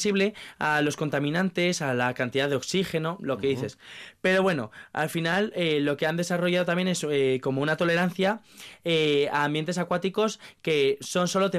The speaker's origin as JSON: {"language": "Spanish", "town": "Tuesta", "region": "Basque Country", "country": "Spain", "tie": "born or raised there", "said": "En Tuesta, en el Valle de Valdegovía. Bueno, en Tuesta es mi pueblo"}